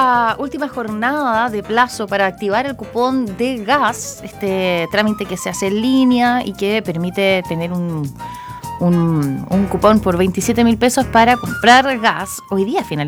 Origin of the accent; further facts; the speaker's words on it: Chile; y bueno, sabemos, somos así, chileno, al último momento, siempre.